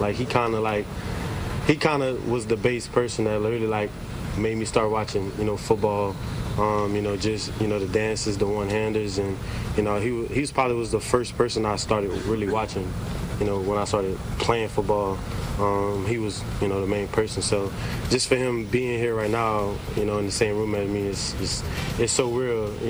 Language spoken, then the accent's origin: English; New Orleans, Louisiana, United States; I'm from New Orleans.